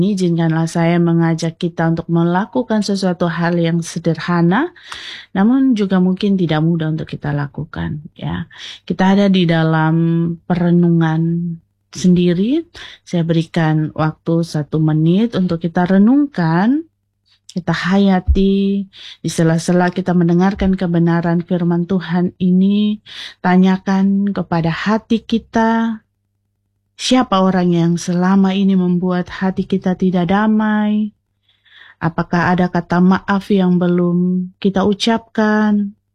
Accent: Sumba, East Nusa Tenggara, Indonesia; kita orang Sumba dikenal dengan ramah dan terbuka.

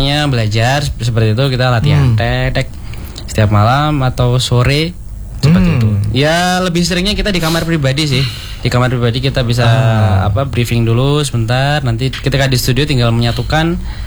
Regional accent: Pacitan, East Java, Indonesia; Saya berasal dari Pacitan

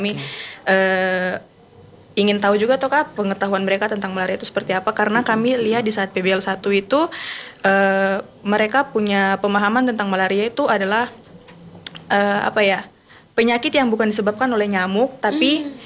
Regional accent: Walma, Papua, Indonesia; Dari kampung Walma, distrik Skanto.

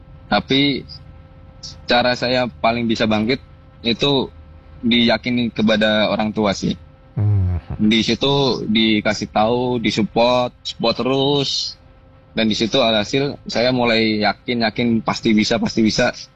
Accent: Kudus, Central Java, Indonesia; Saya kan orang Kudus soalnya.

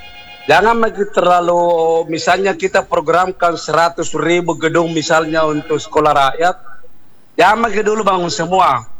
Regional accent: South Sulawesi, Indonesia; Karena memang di dalam kita orang Bugis Makassar itu ada memang di dalam hancurnya sebuah negara

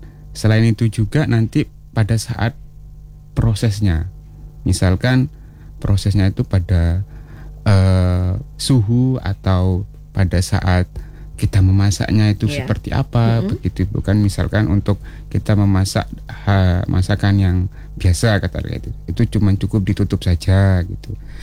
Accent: West Nusa Tenggara, Indonesia; Iya, saya dari Lombok, Nusa Tenggara Barat.

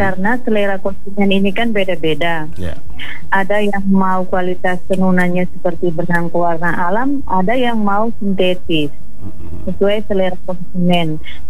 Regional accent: Belu, East Nusa Tenggara, Indonesia; Kalau kami orang Belu, khususnya orang Kemak itu bilang ties.

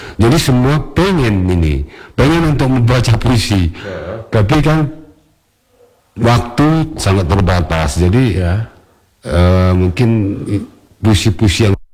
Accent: Aceh, Indonesia

